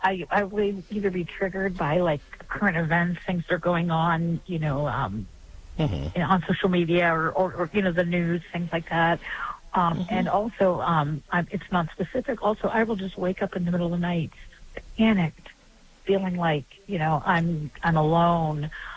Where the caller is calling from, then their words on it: Columbus, Ohio, United States; Hi, I'm calling from the Columbus, Ohio area.